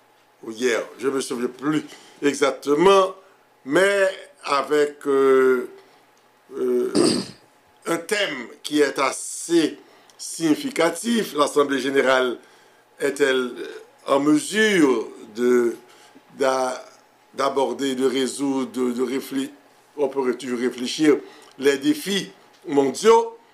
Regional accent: Haiti; la présence des Nations Unies en Afrique, dans la Caraïbe, particulièrement chez moi, en Haïti.

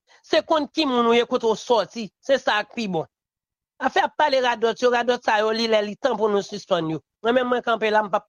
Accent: Haiti

